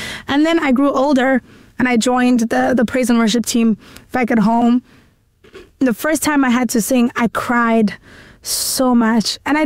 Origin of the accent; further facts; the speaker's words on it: Middelburg, Mpumalanga, South Africa; A child of God, born and bred in Middleburg.